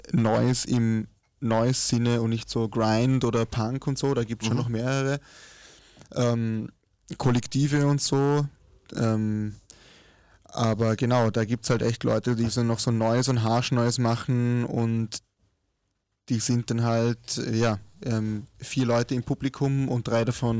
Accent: Vorarlberg, Austria; moved away as an adult; now in Vienna, Austria; ich habe Klarinette gelernt in Vorarlberg und habe da ewig im Orchester gespielt und in der Militärmusik dann auch über ein Jahr, bevor ich nach Wien gezogen bin.

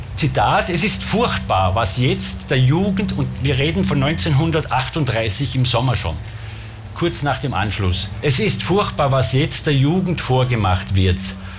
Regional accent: Bramberg, Salzburg, Austria

